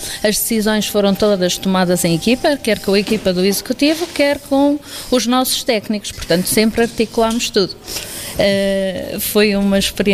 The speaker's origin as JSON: {"language": "Portuguese", "town": "Vouzela", "region": "Viseu", "country": "Portugal", "tie": "born or raised there", "said": "eu nasci em Vouzela, cresci em Vouzela"}